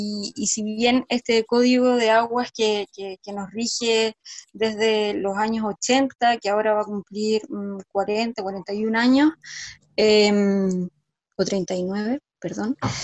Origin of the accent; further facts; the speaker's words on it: San Felipe, Valparaíso, Chile; San Felipe del Valle de la Aconcagua, de donde yo soy